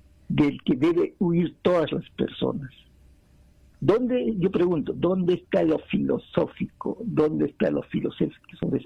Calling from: Juliaca, Puno, Peru; de Juliaca.

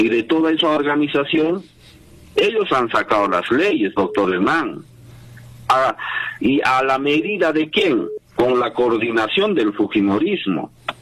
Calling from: Huancané, Puno, Peru; Desde Huancané

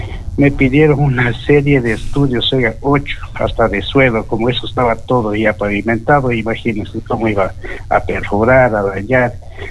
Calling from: Loja, Ecuador; ustedes saben que soy de Loja. En esta oportunidad les llamo desde la provincia del Napo, el Cantón Quijos.

